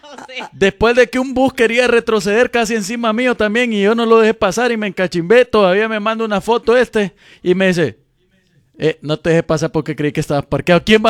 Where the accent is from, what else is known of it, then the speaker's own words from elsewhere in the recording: Honduras; Como cualquier hondureño, sencillo.